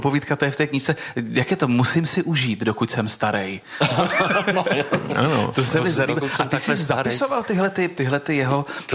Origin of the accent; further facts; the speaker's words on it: Karlovy Vary, Karlovy Vary Region, Czechia; born there; já jako rodilý téměř Karlovarák